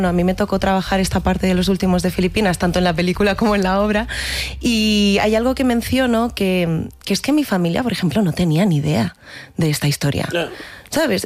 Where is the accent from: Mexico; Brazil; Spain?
Spain; Barcelona, Catalonia; born there; now in Madrid, Spain